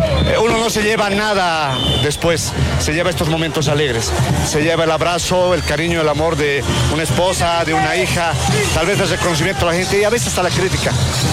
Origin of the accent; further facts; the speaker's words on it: Bolivia; nos abracemos como bolivianos